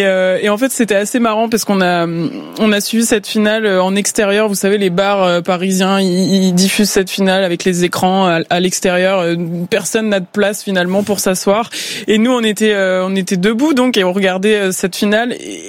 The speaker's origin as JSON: {"language": "French", "region": "Normandy", "country": "France", "said": "moi je suis une petite Normande"}